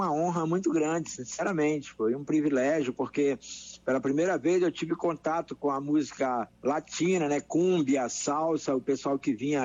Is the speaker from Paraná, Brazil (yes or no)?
no; Manaus, Amazonas, Brazil; also born or lived in Nova Olinda do Norte, Brazil; Eu sou natural de Nova Olinda do Norte, no interior do Amazonas, mas com poucos dias de nascido, meus pais retornaram a Manaus, então eu sou muito mais manauara que novolindense, né? Eu fui praticamente adotado por Manaus. Então, quando criança ainda, com poucos dias de nascido, eu retornei a Manaus, mas eu nasci em Nova Olinda